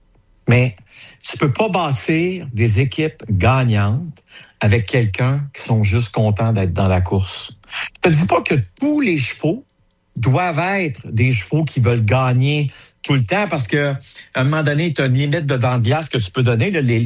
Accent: Gatineau, Quebec, Canada; moi, j'ai grandi à Hull.

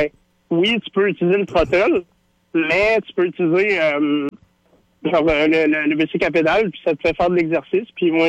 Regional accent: Lévis, Quebec, Canada; Ben, moi, je suis de Lévis

